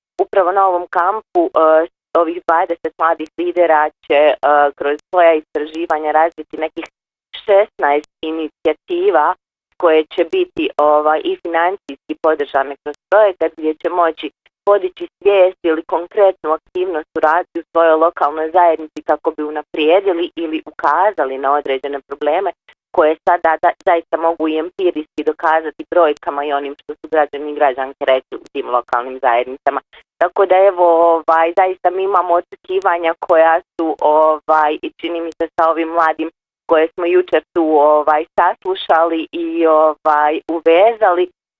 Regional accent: Herzegovina, Bosnia & Herzegovina; kod nas u Hercegovini

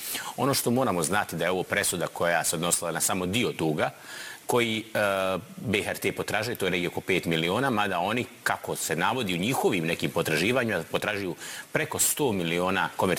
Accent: Republika Srpska, Bosnia & Herzegovina; ali u velikoj većini prema nama koji dolazimo iz Republike Srpske, on se često odnose kao građanima drugog reda

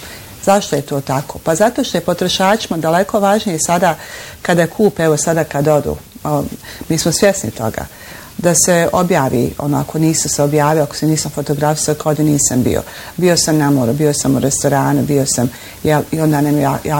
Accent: Bosnia & Herzegovina; Znate, mi smo Bosanci, ja ne znam nijedan narod poput našeg da voli, da smo, mi smo vesel narod, srdačan

